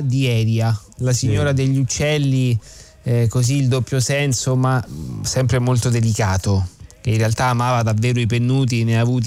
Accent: Rome, Lazio, Italy; Siamo di Roma

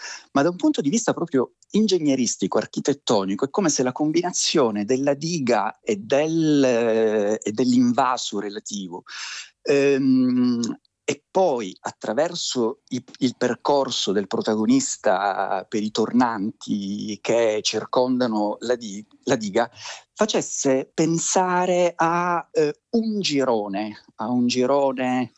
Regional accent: Sicily, Italy; non penso dipenda dal fatto di essere siciliano

